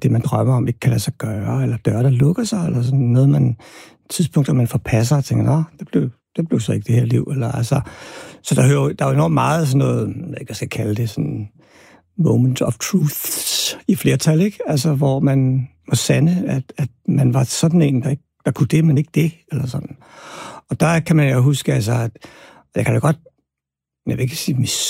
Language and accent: Danish; Albertslund, Capital Region of Denmark, Denmark; fordi at jeg er vokset op i Albertslund på Villavej, og det, der hed Soveby.